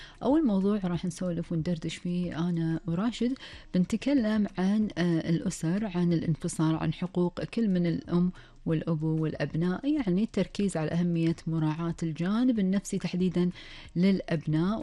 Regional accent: Kuwait; آخر أخبار ديرتنا الحبيبة الكويت

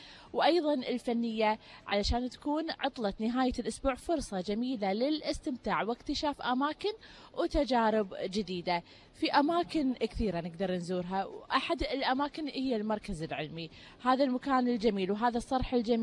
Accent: Kuwait; في ديرتنا الحبيبة الكويت

